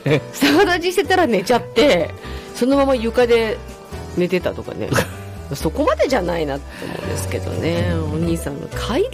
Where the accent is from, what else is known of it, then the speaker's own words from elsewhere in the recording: Gunma, Japan; accent: Gunma dialect; 全然あの群馬弁の要素ないんですけど、めっちゃ黙ってますよ群馬弁。